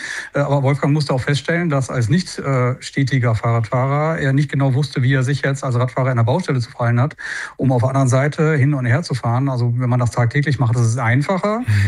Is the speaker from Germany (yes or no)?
yes; Münster, North Rhine-Westphalia, Germany; ich bin gebürtiger Münsteraner.